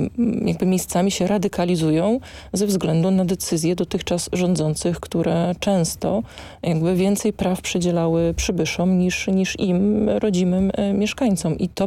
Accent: West Pomeranian Voivodeship, Poland; Ja jestem z Pomorza Zachodniego, rozmawiam z mieszkańcami naszych regionów

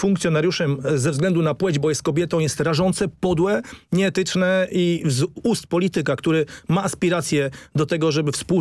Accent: Grudziądz, Kuyavian-Pomeranian Voivodeship, Poland; ja jestem z Grudziądza

